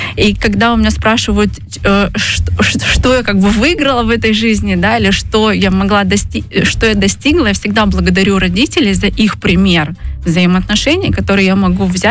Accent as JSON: {"language": "Russian", "region": "Crimea", "country": "Ukraine", "tie": "born or raised there", "said": "Так как я родом из Крыма, и мы очень близко были с соседями, с крымскими татарами, в моем детстве всегда"}